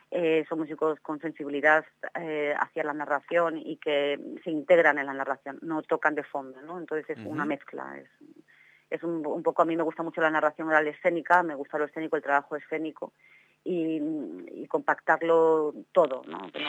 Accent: Vejer de la Frontera, Andalusia, Spain; Pues mira, también del mar, de Cádiz. Estamos en Conil, en Vejer de la Frontera estamos.

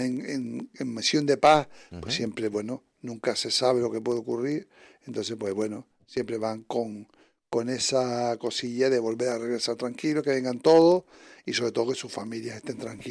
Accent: Canary Islands, Spain; para ese 30 de mayo que somos canarios, que vivimos el Día de Canarias

